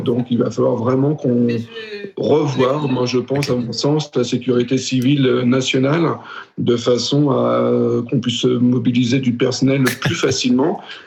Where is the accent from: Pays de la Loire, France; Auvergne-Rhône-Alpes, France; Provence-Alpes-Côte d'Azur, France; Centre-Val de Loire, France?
Centre-Val de Loire, France; moi je suis de la région Centre, je suis de la Touraine